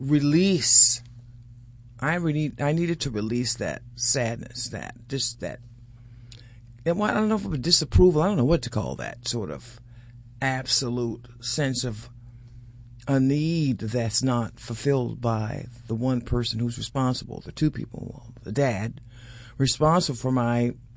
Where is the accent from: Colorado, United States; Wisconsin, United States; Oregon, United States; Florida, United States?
Florida, United States; Miami; I'm originally from Miami, Florida.